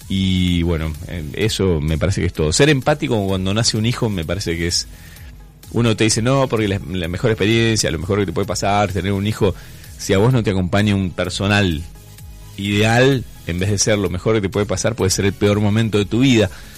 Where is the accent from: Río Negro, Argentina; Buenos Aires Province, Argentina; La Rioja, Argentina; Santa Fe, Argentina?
Río Negro, Argentina; Cinco Saltos; born there; ¿Sabías que yo nací en Cinco Saltos? ¿Sabías esa parte? Sí. Yo nací en Five Jump.